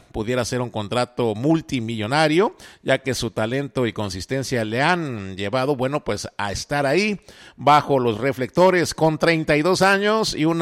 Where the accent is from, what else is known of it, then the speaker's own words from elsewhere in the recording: Mexico; muchísima alegría para nosotros como mexicanos